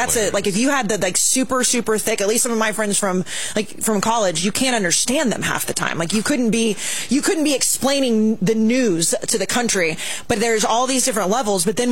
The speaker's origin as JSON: {"language": "English", "region": "Texas", "country": "United States", "accent": "Texas", "said": "my Texas accent comes out a whole lot more."}